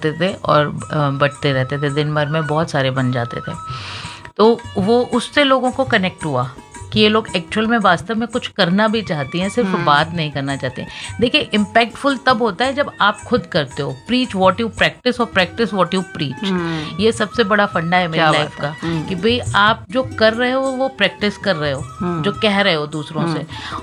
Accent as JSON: {"language": "Hindi", "region": "Uttar Pradesh", "country": "India", "said": "तो हम छोटे शहरों से हैं, यूपी के बहुत छोटे से शहर में"}